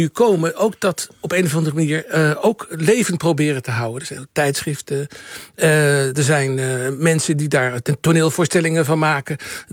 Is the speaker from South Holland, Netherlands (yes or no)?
yes; The Hague, South Holland, Netherlands; En zelf ben ik opgegroeid in het Statenkwartier, wat een van de wijken is waar best veel Indische mensen woonden. Onze buren waren bijvoorbeeld Indisch.